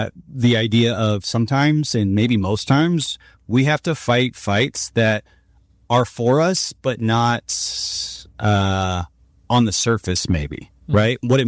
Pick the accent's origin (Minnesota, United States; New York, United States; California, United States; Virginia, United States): California, United States; Richmond; also born or lived in San Francisco; But I'm from the Bay Area, Richmond, California. I think when we moved there from San Francisco, it might have been the murder capital of the world in like 1997.